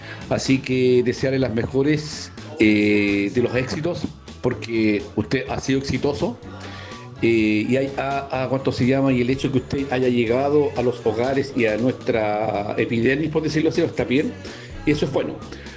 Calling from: Viña del Mar, Valparaíso, Chile; yo soy de Viña

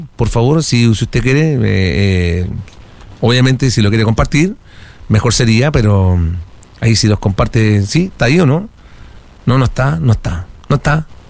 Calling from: Valparaíso, Chile; de Valparaíso.

